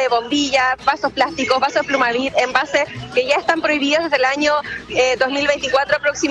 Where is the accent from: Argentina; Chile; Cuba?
Chile; En esta fecha, como chilenos comemos harto, ¿cierto?